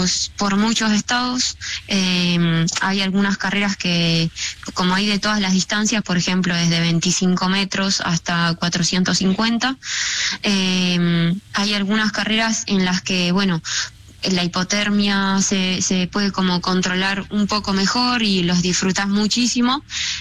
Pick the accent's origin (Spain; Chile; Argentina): Argentina; General Roca, Río Negro; No, yo soy de Río Negro, de General Roca, entonces siempre me gustaron como los desafíos